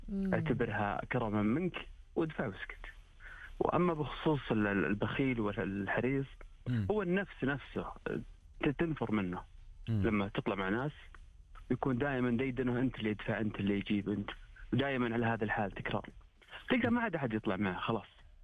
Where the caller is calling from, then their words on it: Riyadh, Riyadh Province, Saudi Arabia; من الرياض.